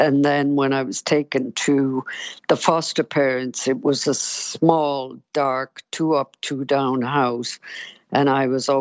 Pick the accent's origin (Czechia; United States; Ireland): Ireland; Cork, Munster; I was born in 1949 in Bessborough, mother and baby institution, and I was with my mother there for 2.5 years.